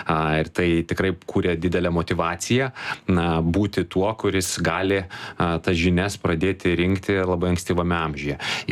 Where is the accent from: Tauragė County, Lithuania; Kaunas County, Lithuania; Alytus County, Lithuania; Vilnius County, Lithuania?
Vilnius County, Lithuania; Vilnius; Tai mano vaikystė Vilniuje, Pašilaičių mikrorajone buvo labai susieta su lauku ir kiemu.